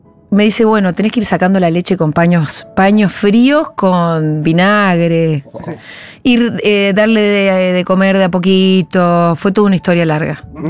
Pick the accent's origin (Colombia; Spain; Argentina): Argentina; Bariloche, Río Negro; born there; moved away as an adult; now in Buenos Aires, Argentina; yo nací en Bariloche.